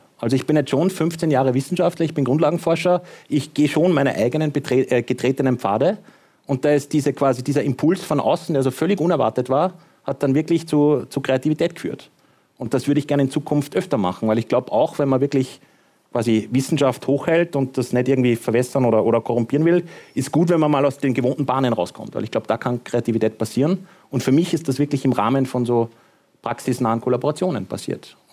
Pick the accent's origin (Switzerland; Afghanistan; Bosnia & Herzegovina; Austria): Austria; Hagenberg, Upper Austria; Schön, dass Sie meinen Heimatort so eloquent beschreiben.